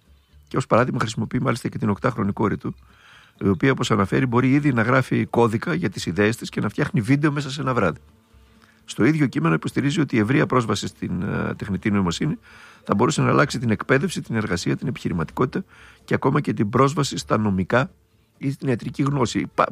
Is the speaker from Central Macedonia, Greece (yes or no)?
yes; Thessaloniki, Central Macedonia, Greece; αφού είμαι Θεσσαλονικιός.